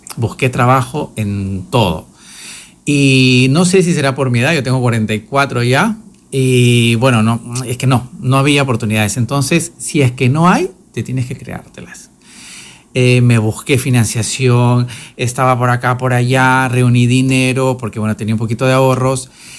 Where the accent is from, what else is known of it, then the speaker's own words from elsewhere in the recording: Trujillo, La Libertad, Peru; moved away as an adult; now in Alhaurín de la Torre, Spain; Yo soy peruano. Mis dos padres son de allá, somos del norte del Perú, de la ciudad de Trujillo.